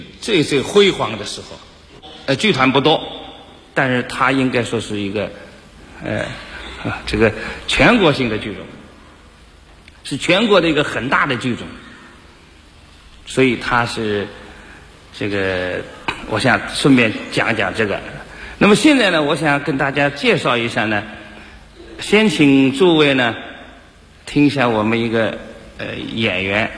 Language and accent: Chinese; China; 作为一个中国人